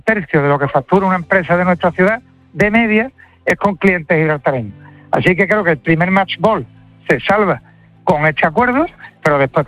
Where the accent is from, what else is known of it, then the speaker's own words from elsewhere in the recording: Spain; Si nosotros que somos españoles, o por ejemplo si fuéramos portugueses, estamos en el espacio Schengen